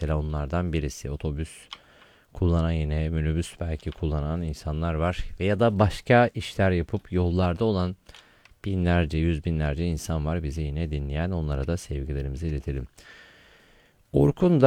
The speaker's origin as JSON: {"language": "Turkish", "region": "Iğdır", "country": "Turkey", "said": "tabii ben doğu kökenli bir insanım Iğdırlıyım."}